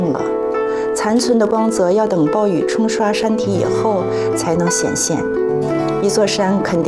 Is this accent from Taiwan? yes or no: no; Jizhou, Tianjin, China; 我们家乡是一个不缺少英雄的地方